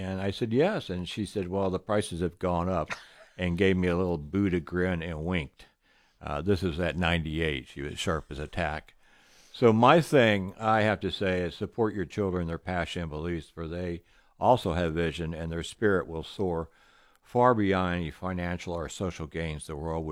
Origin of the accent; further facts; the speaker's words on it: St. Louis, Missouri, United States; I was born in the Midwest, and in St. Louis, and I was raised there